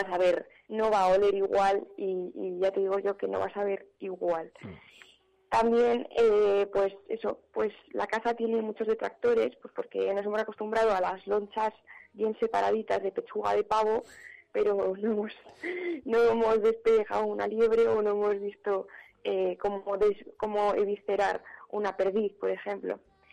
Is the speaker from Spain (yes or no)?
yes; Castile, Spain; yo creo que como castellanos